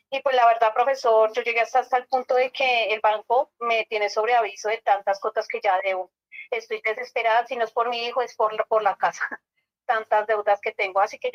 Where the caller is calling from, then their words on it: Bogotá, Colombia; lo estoy llamando desde aquí, desde Bogotá, el barrio Molino Sur.